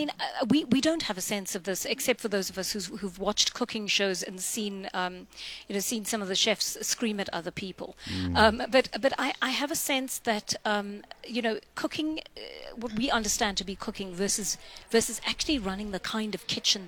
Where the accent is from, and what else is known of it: South Africa